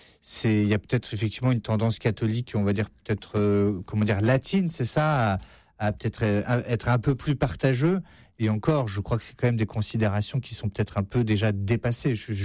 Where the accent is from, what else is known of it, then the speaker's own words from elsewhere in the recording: France; moi, je crois, en tant que Français, effectivement, que quand on paye ses impôts en France, etc., et qu'on gagne de l'argent grâce aux citoyens, eh bien, on a une super responsabilité.